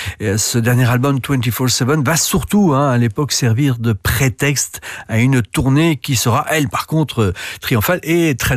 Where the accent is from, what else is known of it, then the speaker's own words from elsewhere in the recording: Belgium; Par exemple, chez nous en Belgique, eh bien, la version de … s'est mieux classée dans les charts numéro 3 que la version originale en 84